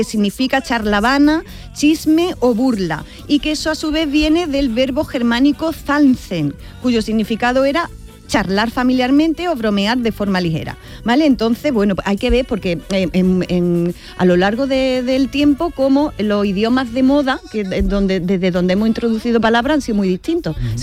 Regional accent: Jaén, Andalusia, Spain; Yo como soy de Jaén

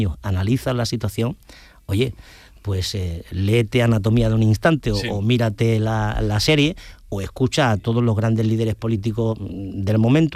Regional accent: Ubrique, Andalusia, Spain; born there; moved away; also born or lived in Jerez de la Frontera

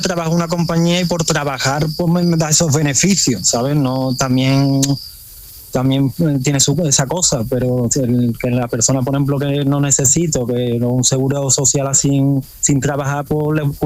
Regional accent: Seville, Andalusia, Spain; si Dios quiere, vuelvo ya a mi tierra y con mi gente, mis compañeros y mi centro de trabajo, que es Sevilla.

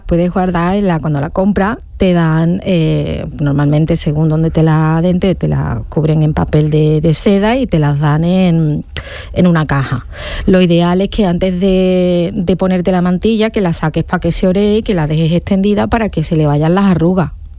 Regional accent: Santa Ana la Real, Andalusia, Spain; moved away; no estoy en mi pueblo, en Santa Ana la Real

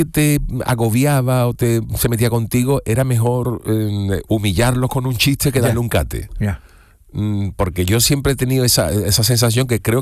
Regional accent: Cádiz, Andalusia, Spain; moved away as an adult; now in Mairena del Aljarafe, Spain; Pero yo nací en Cádiz, Cádiz. O sea, yo de nacimiento soy gadita.

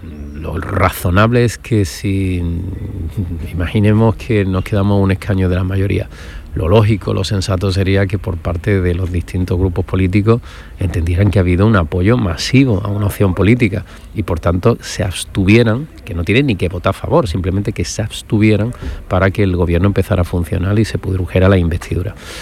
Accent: Andalusia, Spain; ¿Qué ganamos los andaluces

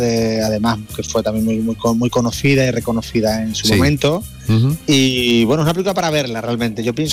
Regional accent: Cádiz, Andalusia, Spain; será como vengo de Cádiz.

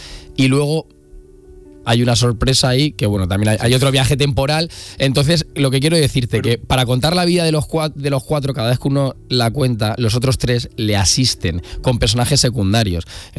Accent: Málaga, Andalusia, Spain; now in Malagón, Spain; Yo me salí de Málaga para meterme en Malagón.

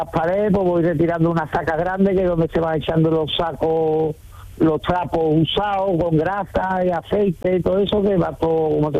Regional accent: Montequinto, Andalusia, Spain; Yo soy de toda la vida de Dios, de Montequinto.

